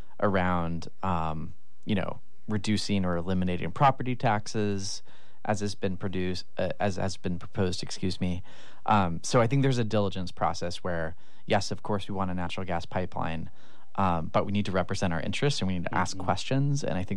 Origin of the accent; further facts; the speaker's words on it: Sitka, Alaska, United States; I grew up in Sitka. I'm a proud product of Sitka schools.